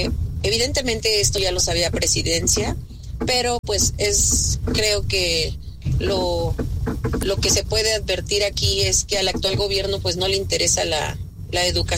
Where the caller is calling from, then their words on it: Mexico City, Mexico; de la Ciudad de México.